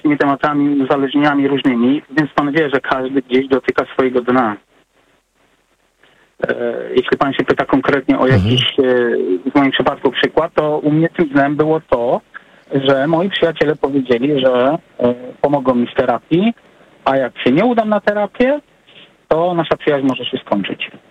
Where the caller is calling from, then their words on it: England, United Kingdom; ja z Anglii dzwonię, nie z Polski.